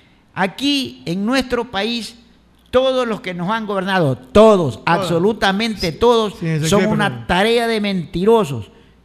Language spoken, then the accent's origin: Spanish; Ecuador